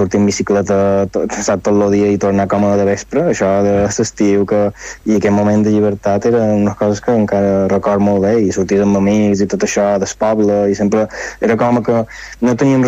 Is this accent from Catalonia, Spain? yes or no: no; Palma, Balearic Islands, Spain; also born or lived in Sencelles / Sant Eugeni; Tot i que jo realment he crescut a Palma i he anat a escola a Palma i tot ho he fet a Palma realment, jo sempre m'he sentit que sóc d'allà, d'aquella zona, perquè els meus pares són d'allà